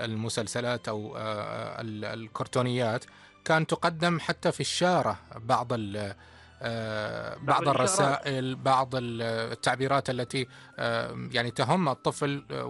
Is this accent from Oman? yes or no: yes; Oman; accent: Omani; بلهجتنا العمانية